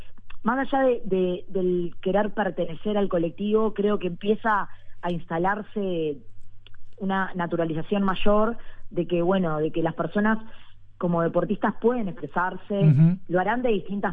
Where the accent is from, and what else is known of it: Uruguay